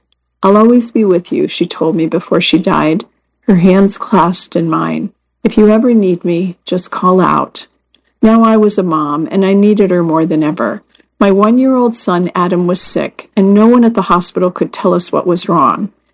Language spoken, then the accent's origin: English; England, United Kingdom; All of that can be found in the history books I read as a child growing up in England.